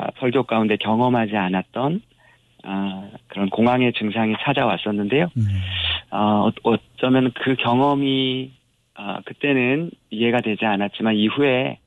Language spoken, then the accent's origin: Korean; Seoul, South Korea; 잘 아십니다. 예, 서울 사람입니다.